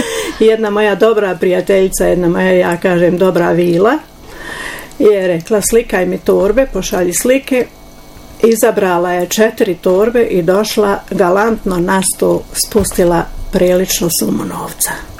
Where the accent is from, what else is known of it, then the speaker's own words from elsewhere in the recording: Lukajevica, Republika Srpska, Bosnia & Herzegovina; born there; now in Tuzla, Bosnia and Herzegovina; Ja sam rođena u Lukajevici, udata u Lukajevici, živim u Tuzli.